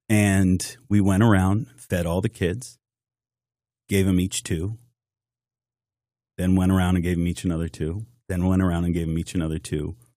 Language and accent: English; Massachusetts, United States; And I'm from Massachusetts, so like, I wouldn't have believed it if I didn't see it myself.